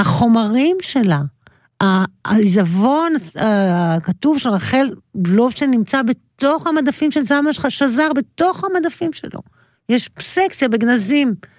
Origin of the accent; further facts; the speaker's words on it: Ayelet HaShahar, Northern District, Israel; איילת השחר, קיבוץ, אנחנו שתינו בנות קיבוץ איילת השחר